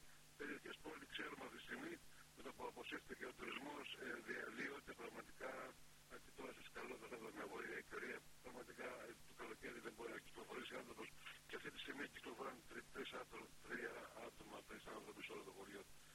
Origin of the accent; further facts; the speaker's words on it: Ikaria, North Aegean, Greece; εγώ τώρα είμαι από την Ικαρία, ταξιδεύω στον Αιγαίο πόσα χρόνια εδώ πέρα.